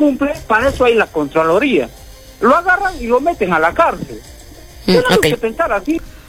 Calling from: Arequipa, Peru

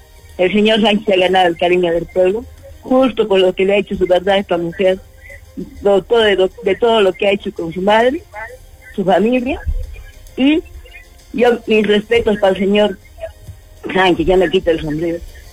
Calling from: Peru; Somos peruanos.

